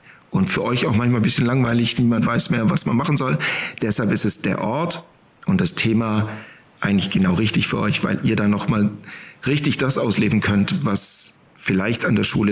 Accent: Baden-Württemberg, Germany; Ich bin Schwabe durch und durch, habe aber einen großen Anteil Norddeutschland in mir noch drin von meiner Mutter.

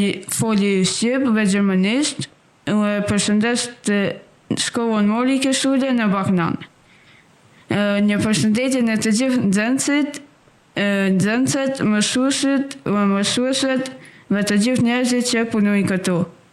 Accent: Kosovo; now in Germany; bin 13 Jahre alt, ich komme aus dem Kosovo und ich spreche Albanis und Deutsch.

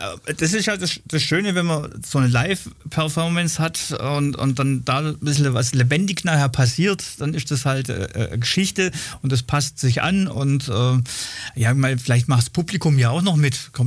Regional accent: Swabia, Germany; Ich bin ein Schwab, aber meine Großeltern, die sind aus Sachsen gekommen.

